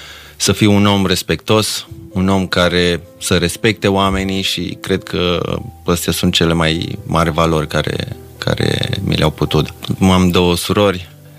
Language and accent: Romanian; Dej, Cluj County, Romania; born there; Da, m-am născut la Dej.